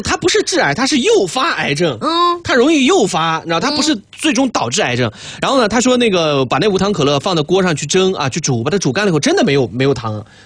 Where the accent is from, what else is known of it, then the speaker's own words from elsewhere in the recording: Sichuan, China; 这是咱们四川人的命，泡菜。